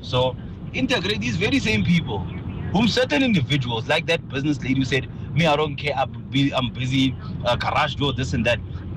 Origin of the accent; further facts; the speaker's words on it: Mamelodi, Gauteng, South Africa; I mean, I'm from Mamelodi, and I understand, and I see on a daily basis what's happening.